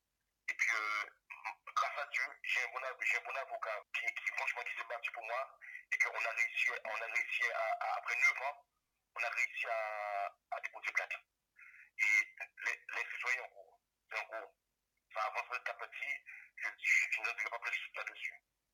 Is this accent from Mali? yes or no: no; Guadeloupe; now in France; moi, je suis un Guadeloupéen, et j'ai le mental, et la force de tenir malgré tout. Même si c'est dur, mais je sais qu'un jour, que, voilà, tout ça va se terminer, et puis je rentrerai chez moi en Guadeloupe